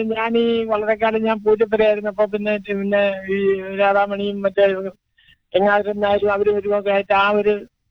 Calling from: Mundela, Kerala, India; ഞാൻ മുണ്ടേല.

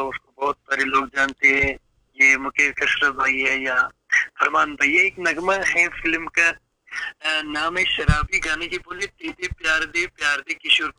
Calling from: Budgam district, Jammu and Kashmir, India; जी मैं कश्मीर से बात कर रहा हूँ, जिला बड़गाम में हमारा गांव पड़ता है, और हमारे गांव का नाम है वड़गाम। ये डिस्ट्रिक्ट हेडक्वार्टर से कम 22 किलोमीटर दूर है सर।

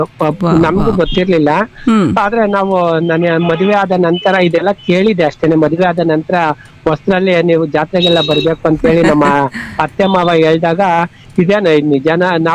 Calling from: Bengaluru, Karnataka, India; ಬೆಂಗಳೂರಿನಿಂದ

